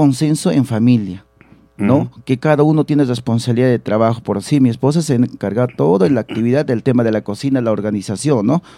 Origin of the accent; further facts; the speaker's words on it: Villa Rica, Pasco, Peru; he representado a mi Villarrica, ¿no?